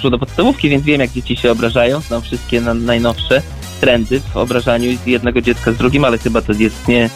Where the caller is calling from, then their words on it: Masovian Voivodeship, Poland; mieszkam w Puszczy Kampinoskiej